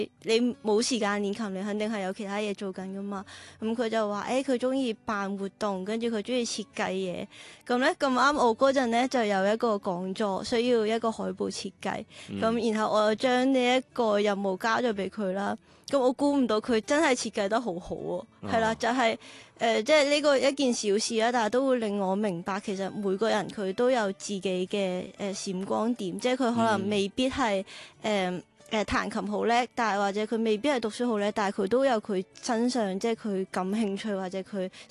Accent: Macau; 我始终我系澳门人啦，咁即系我都系喺个大湾区长大，咁我觉得即系都系我最熟悉嘅语言

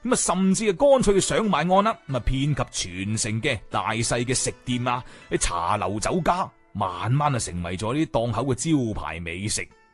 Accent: Guangzhou, Guangdong, China; 我哋广州人呢，就将即係普语当中嘅癞蛤蟆啊，即係癞蛤蟆叫做琴佢咁样嘅。

